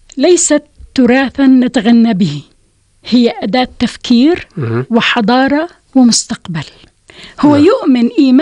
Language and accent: Arabic; Jordan; وبالتالي تكون هذه الرؤية قادرة على أن تحمي اللغة وتحمينا كعرب وتحمينا كأردنيين